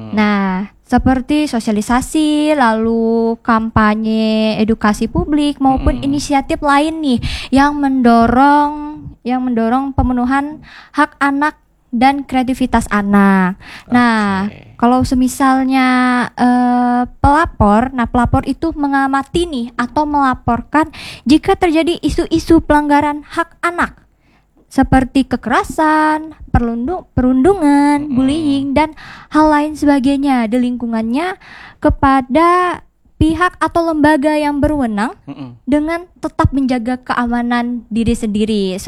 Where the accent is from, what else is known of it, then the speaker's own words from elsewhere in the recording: Kasongan, Central Kalimantan, Indonesia; Aku aslinya orang Katingan, orang Kasongan.